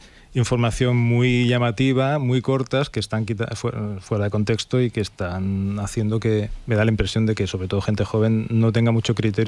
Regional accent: L'Hospitalet de Llobregat, Catalonia, Spain; Yo soy de Hospitalet, pero estábamos tocando Barcelona.

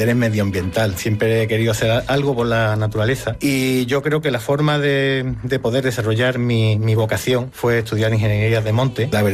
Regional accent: Seville, Andalusia, Spain; born there; also born or lived in Huelva; nací en Sevilla, soy ingeniero de monte y soy director del Parque Natural desde el año 2009

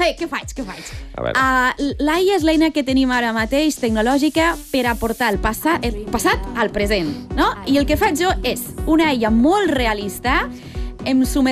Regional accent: Lleida, Catalonia, Spain

